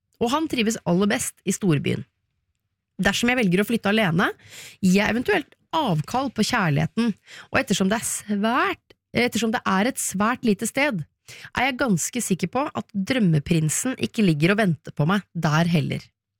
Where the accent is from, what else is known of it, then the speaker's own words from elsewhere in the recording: Oslo, Norway; jeg er jo født og oppvokst I Oslo, gjorde det enkelt, fant meg fyr fra Oslo